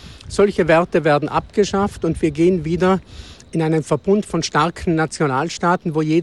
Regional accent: Trentino-Alto Adige, Italy

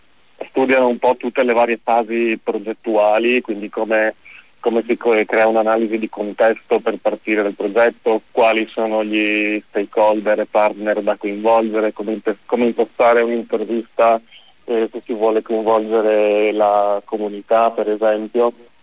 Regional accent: Friuli-Venezia Giulia, Italy; moved away as an adult; E siccome anche sono sempre stato fuori regione, sono friulano. E dopo la fine delle superiori sono stato parecchio in giro, e questa è stata un po' l'occasione per questi spericolati per me per ritornare sia in regione

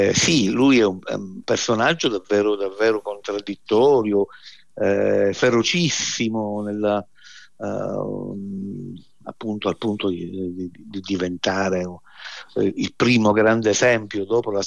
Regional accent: Palermo, Sicily, Italy; born there; anche nostalgica, perché sono nato a Palermo, quindi possedevo anche una piccola barchetta, quindi lo frequentavo spesso e sento una profonda nostalgia per il mare.

